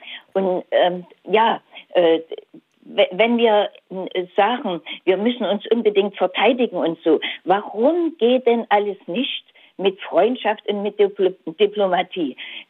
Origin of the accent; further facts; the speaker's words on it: Thuringia, Germany; Ich habe selber einen Schwiegersohn, bin ja selber aus Thüringen